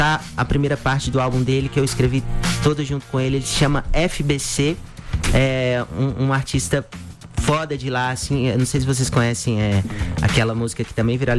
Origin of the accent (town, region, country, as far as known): Belo Horizonte, Minas Gerais, Brazil